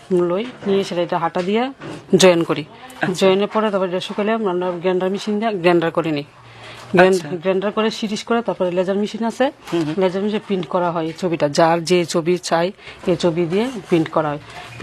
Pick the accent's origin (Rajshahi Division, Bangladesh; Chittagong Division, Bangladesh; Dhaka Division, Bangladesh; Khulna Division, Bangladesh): Khulna Division, Bangladesh; Jibannagar; আমার বাড়ি জীবননগর বনকুমারী মালাকার পাড়া।